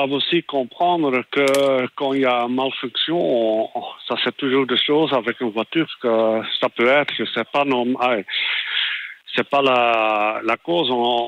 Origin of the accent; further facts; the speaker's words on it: Belgium; C'est une différence, mais on peut, comme chez nous en Belgique, quand on a un permis pour le manuel, on peut rouler avec le permis aussi avec la voiture en automatique.